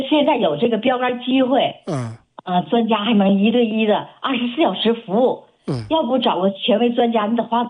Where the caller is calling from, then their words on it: Siping, Jilin, China; 我们是吉林四平人。